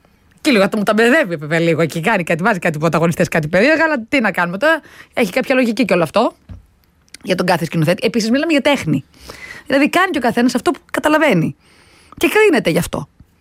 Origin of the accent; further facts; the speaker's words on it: Amaliada, Western Greece, Greece; την Αμαλιάδα που είναι και το χωριό μου.